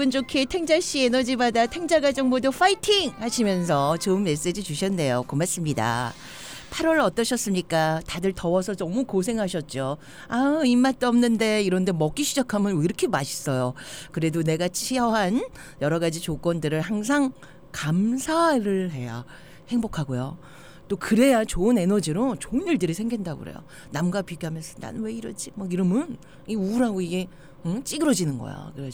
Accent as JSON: {"language": "Korean", "region": "Chungcheong", "country": "South Korea", "tie": "born or raised there", "moved": "yes", "lives_now": "Los Angeles, United States", "said": "저는 고향이 충청도고요. 지금은 LA의 한인타운 한타에서 살고 있어요."}